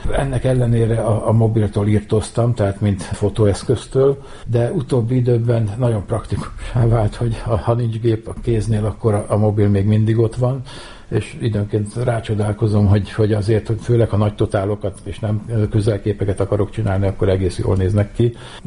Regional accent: Pilisszentkereszt, Pest, Hungary; born there; Az én gyökereim pedig a Pilisben vannak, tehát egy piliszentkereszti születésű vagyok

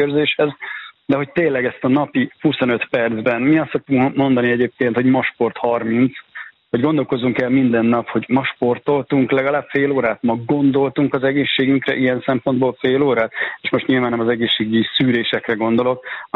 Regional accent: Szeged, Csongrád-Csanád, Hungary; born there; jövő héten is jövök vissza Szegedre. Igaz, hogy a szülővárosom, tehát egy kicsit magamnak kedvezve szervezem a programokat.

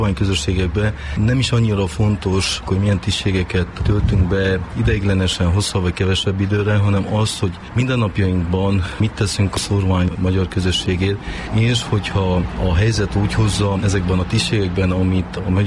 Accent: Lupeni, Hunedoara County, Romania; now in Cristur, Romania; Igen, Zsilvölgyébe születtem, Szilágy megyei szülők gyerekeként. A zsilvölgyi Lupainba nevelkedtem fel.

